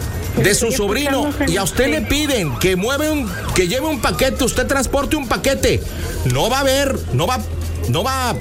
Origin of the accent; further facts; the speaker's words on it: Jalisco, Mexico; Yo soy de Jalisco, ¿sí?